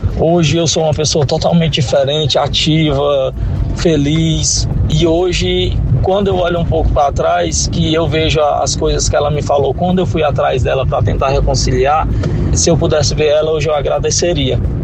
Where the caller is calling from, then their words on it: Fortaleza, Ceará, Brazil; Aqui quem tá falando é … falo de Fortaleza, Ceará.